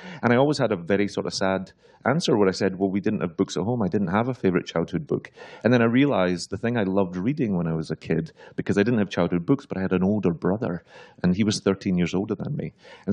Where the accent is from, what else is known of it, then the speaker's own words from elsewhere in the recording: Glasgow, Scotland, United Kingdom; But I grew up in Glasgow in the 80s, in a very sort of, in a neighborhood that was really affected by Thatcherism.